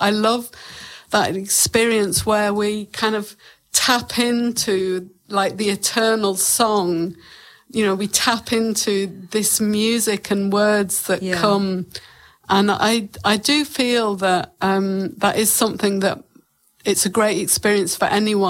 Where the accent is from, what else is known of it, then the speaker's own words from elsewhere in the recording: England, United Kingdom; now in New Zealand; like when I came to New Zealand from England, you know, stopping one whole part of my life and starting again.